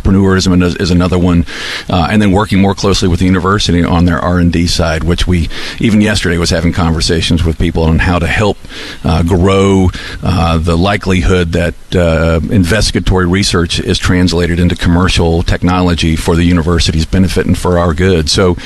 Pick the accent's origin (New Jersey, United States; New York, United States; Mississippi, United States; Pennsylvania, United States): Mississippi, United States; Like, I grew up on the Gulf Coast, and I remember flying out of that airport where they had two gates, and it was a sleepy, tiny little airport.